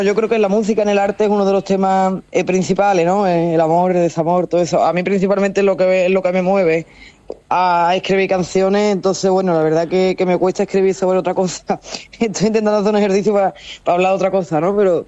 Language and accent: Spanish; Andalusia, Spain; Porque en el sur, de donde yo vengo, se estila más la copla y el carnaval.